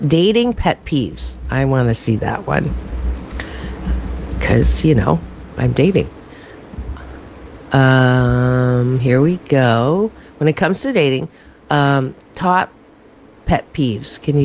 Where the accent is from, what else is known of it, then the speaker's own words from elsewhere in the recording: United States; Just because I'm an American, we're doing the show in California.